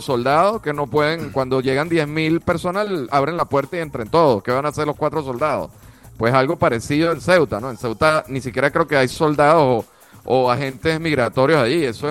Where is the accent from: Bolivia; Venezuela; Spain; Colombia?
Venezuela; now in Panama; como extranjero, residente legal en Panamá, no estoy de acuerdo con eso. Siendo venezolano, pasando por todas las penurias que pasamos